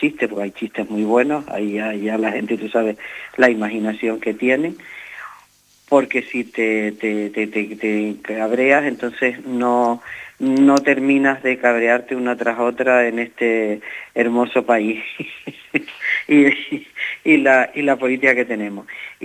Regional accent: Canary Islands, Spain

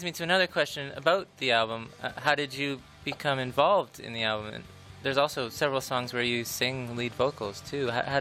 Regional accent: Canada; I'm from Canada.

